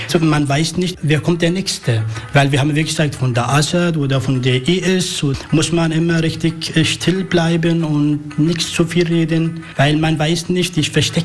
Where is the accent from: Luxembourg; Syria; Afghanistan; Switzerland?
Syria; Tishrin; German is a second language; now in Germany; Ich komme aus Syrien, geboren in Tischrin, der so Nordsyrien, Grenze von der Irak.